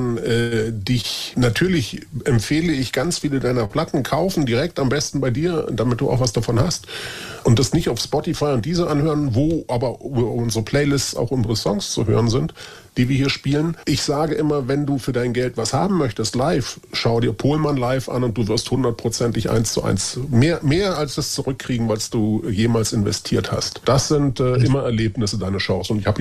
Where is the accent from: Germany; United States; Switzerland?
Germany; Baden-Württemberg; aber wir sind beide in Baden-Württemberg aufgewachsen.